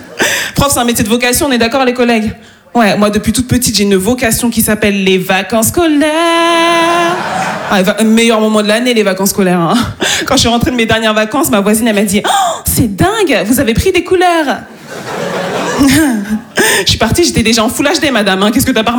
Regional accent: Île-de-France, France; born there

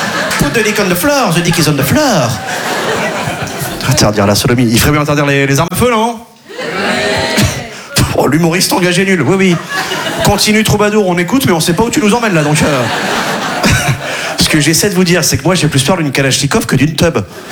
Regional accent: Quimperlé, Brittany, France; là d'où je viens à Quimperlé, on n'avait pas les sports cool.

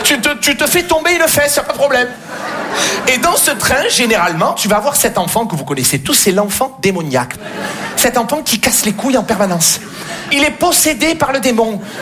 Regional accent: Marseille, Provence-Alpes-Côte d'Azur, France; j'ai grandi à Marseille. Marseille, c'est une ville incroyable.

